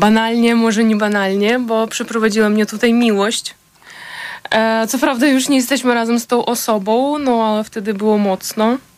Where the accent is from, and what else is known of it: Ukraine; first language Russian; Polish is a second language; now in Poland